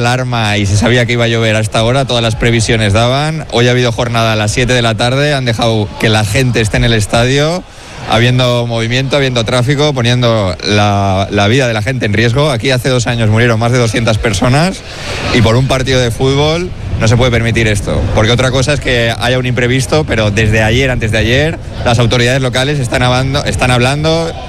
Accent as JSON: {"language": "Spanish", "town": "Bilbao", "region": "Basque Country", "country": "Spain", "lives_now": "Valencia, Spain", "said": "Somos de Bilbao, pero estamos afincados en Valencia desde hace 1000 años ya, vamos."}